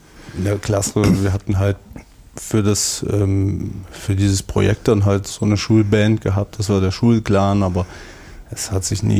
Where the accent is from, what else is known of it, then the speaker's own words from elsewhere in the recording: Erfurt, Thuringia, Germany; born there; Ja, ich bin geboren hier in Erfurt. Geboren. Nur meine Eltern, also meine Mom kommt auch aus Deutschland und mein Vater kommt ursprünglich aus Mosambik.